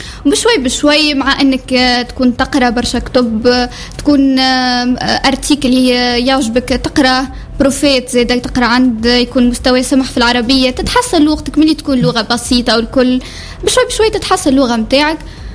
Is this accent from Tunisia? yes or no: yes; Bir Ali Ben Khalifa, Sfax Governorate, Tunisia; بيرعلي العويد.